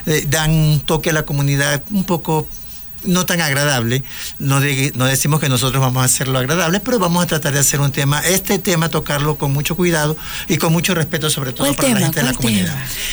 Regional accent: Guayaquil, Guayas, Ecuador; también de Guayaquil. Bueno, la edad no. 64 años

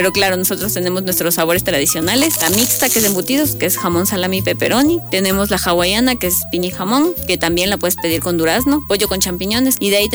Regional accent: Quito, Pichincha, Ecuador; also born or lived in Imbabura (Ibarra); Soy de Imbabura, pero claro, mis papis, ellos migraron cuando yo tenía 5 años a Quito. Y desde ahí yo viví en el valle.

